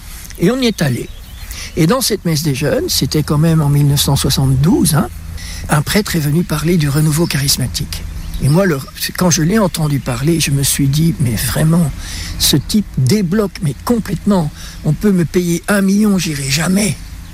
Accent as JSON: {"language": "French", "region": "Kinshasa", "country": "DR Congo", "tie": "born there", "said": "Donc je suis né à Kinshasa, au Congo, hein, et j'ai été baptisé par un missionnaire quand j'avais 3 jours."}